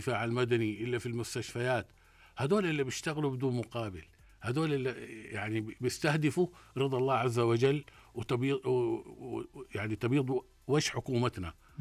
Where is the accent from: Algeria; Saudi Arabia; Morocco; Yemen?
Saudi Arabia; ملكنا اسمه خادم الحرمين.